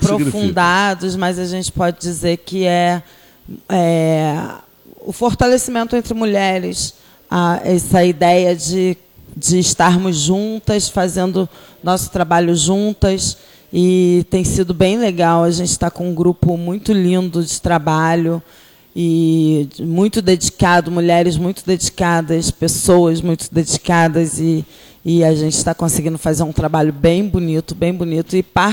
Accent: Arraial do Cabo, Rio de Janeiro, Brazil; eu sou de Arraial do Cabo também, fiquei ouvindo aqui as histórias, eu sou cabista, sou do Cabo, Galo.

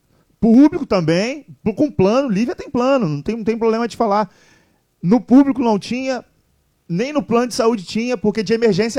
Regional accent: Cabo Frio, Rio de Janeiro, Brazil; Eles sabem que eu sou daqui, sabem que eu sou de Cabo Frio, sabem que aqui é a minha prioridade.

